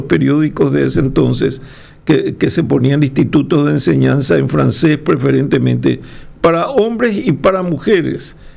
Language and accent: Spanish; Paraguay